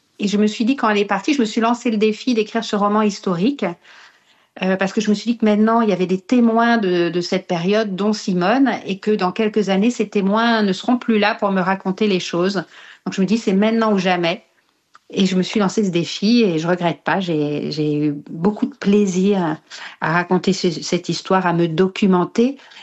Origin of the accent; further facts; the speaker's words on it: Brittany, France; je suis une bretonne et j'adore ma région parce que justement, elle est tournée vers la mer beaucoup. Des paysages de bord de mer très changeants, très, très variés.